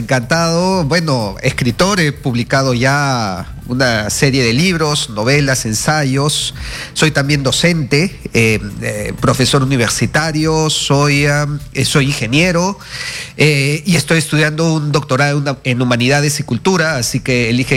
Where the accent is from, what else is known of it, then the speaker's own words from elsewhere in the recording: Peru; nos acompleja como peruanos